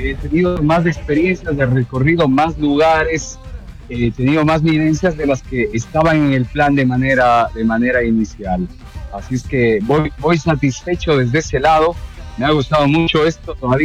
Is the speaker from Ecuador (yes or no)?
yes; Ecuador